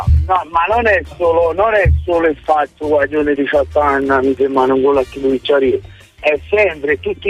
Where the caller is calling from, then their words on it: Grumo Nevano, Campania, Italy; sono di Grumonevano.